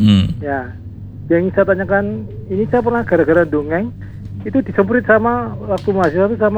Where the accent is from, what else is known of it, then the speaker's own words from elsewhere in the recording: Java, Indonesia; accent: medok (Javanese); saya tuh medok